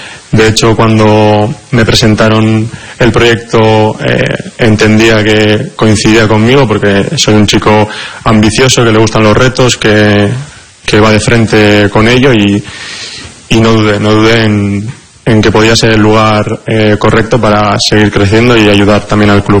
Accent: Basque Country, Spain; Bueno, pues primero que todo soy vasco, eso define mucho mi identidad.

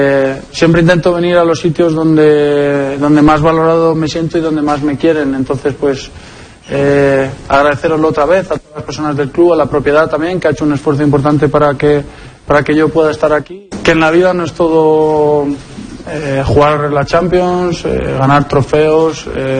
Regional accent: Madrid, Community of Madrid, Spain; soy de Madrid, de estar en casa

